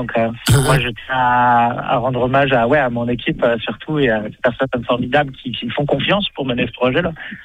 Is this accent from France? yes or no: no; Quebec, Canada; accent: Quebecois; c'est plus mon accent québécois qui revient.